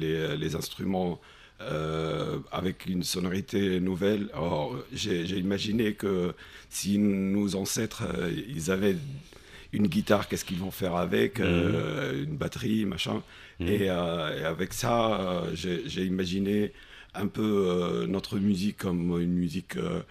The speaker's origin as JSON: {"language": "French", "town": "Bargou", "region": "Siliana", "country": "Tunisia", "tie": "born or raised there", "said": "Déjà, je suis originaire de Bargou. Bargou, c'est Liena, c'est toute la zone de nord-ouest."}